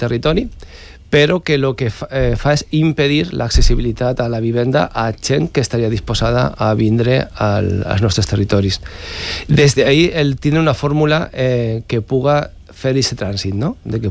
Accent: Quart de Poblet, Valencian Community, Spain; moved away as an adult; now in Villamalur / Alto Mijares area, Spain; Jo soc de Quart de Poblet, jo soc neorural, duc 6 anys al Medíjar, i al principi jo pràcticament totes les setmanes baixava a Quart de Poblet.

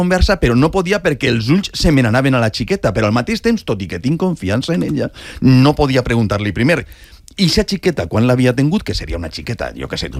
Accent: Alcoy, Valencian Community, Spain; moved away; el meu poble és Alcoi

